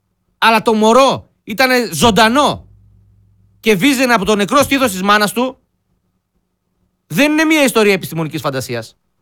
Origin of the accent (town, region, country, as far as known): Greece